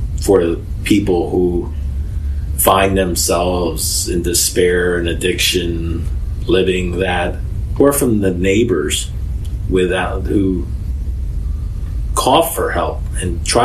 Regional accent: Philadelphia, Pennsylvania, United States; when I was growing up on Howard Street

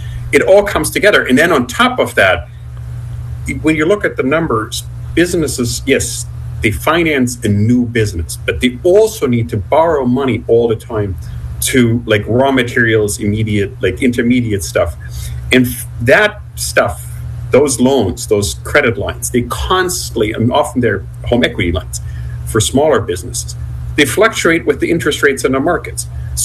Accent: United States; we're American

